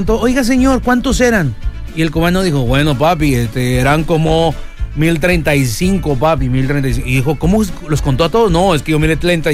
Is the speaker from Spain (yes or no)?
no; Mexico